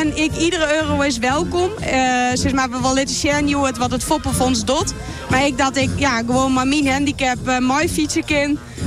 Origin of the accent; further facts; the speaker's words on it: Friesland, Netherlands; En ik denk dat wij daar als Friesen heel goed in kip binnen.